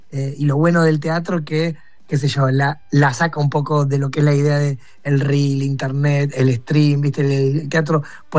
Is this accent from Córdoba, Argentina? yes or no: no; Rosario, Santa Fe, Argentina; now in Buenos Aires, Argentina; yo soy de Rosario, vivo en Buenos Aires